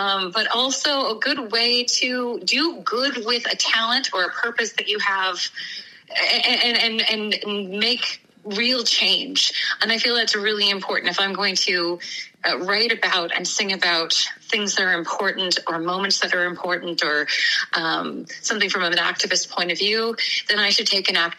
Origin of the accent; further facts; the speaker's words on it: Newfoundland and Labrador, Canada; also born or lived in Nova Scotia; Well, I grew up pretty close to you on the other side of the strait. I came from Newfoundland, and I've been in Nova Scotia now for a little over 20 years.